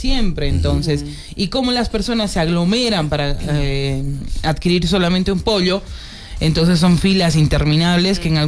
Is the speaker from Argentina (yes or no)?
no; Bolivia; somos latinos, somos bolivianos